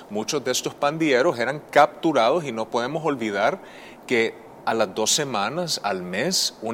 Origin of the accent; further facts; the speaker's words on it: El Salvador; que vivíamos como salvadoreños